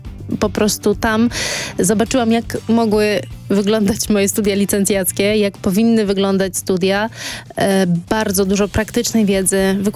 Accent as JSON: {"language": "Polish", "town": "Stargard", "region": "West Pomeranian Voivodeship", "country": "Poland", "also_born_or_lived": "Copenhagen", "moved": "as an adult", "lives_now": "Warsaw, Poland", "said": "ja jestem ze Stargardu, więc tak teoretycznie do Kopenhagi ze Stargardu jest bliżej niż do Warszawy."}